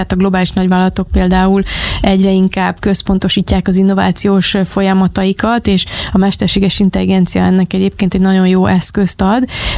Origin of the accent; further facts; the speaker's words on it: Hungary; moved away as an adult; also born or lived in Philippines; Itthon vagyok, de nem itthon dolgozok. Tehát hazaköltöztünk a Fülöp-szigetekről